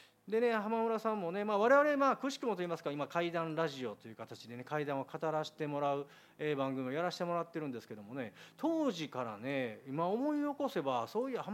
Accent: Higashiosaka, Osaka, Japan; 本当に幼少の頃からね、まあ、私この東大阪で生まれ育ちまして、でまあね、狭小住宅でね、まあ、暮らしてたもんで、

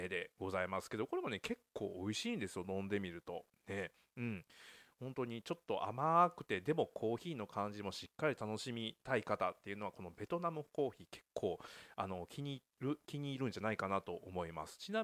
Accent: Kansai, Japan; 僕ね関西出身なんで、もともとはねすごく繊細な出汁の味で育ってるんですけども、

